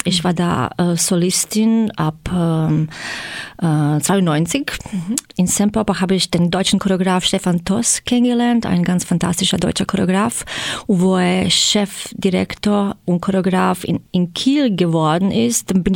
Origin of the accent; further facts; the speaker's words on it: Zagreb, City of Zagreb, Croatia; German is a second language; moved away as an adult; now in Germany; Okay, ich komme aus Kroatien, in Zagreb geboren. Und ja, hier zugezogen in August, vor einem Monat jetzt.